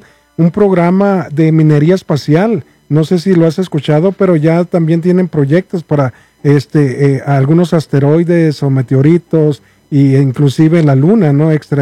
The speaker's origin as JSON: {"language": "Spanish", "town": "Mazatlán", "region": "Sinaloa", "country": "Mexico", "moved": "yes", "lives_now": "Denver, United States", "said": "Mazatlán, Sinaloa, mi tierra querida."}